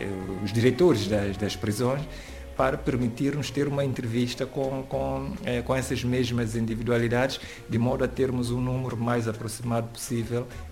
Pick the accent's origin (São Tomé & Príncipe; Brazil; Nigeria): São Tomé & Príncipe; now in Portugal; Porque muitas vezes nós saímos de São Tomé e Príncipe sem qualquer noção daquilo que nos espera.